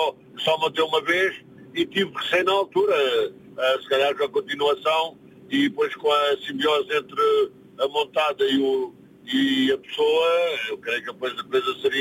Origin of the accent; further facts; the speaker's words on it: Lisbon, Portugal; born there; also born or lived in Caneças; Eu sou de Lisboa, nasci em Lisboa, na Alfredo da Costa.